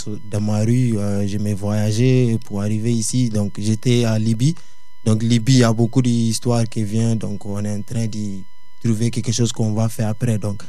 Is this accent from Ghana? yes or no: yes; Ghana; Donc chez moi, comme ça, on fait High Life comme Ghana. Je viens de Ghana, chez moi, on fait High Life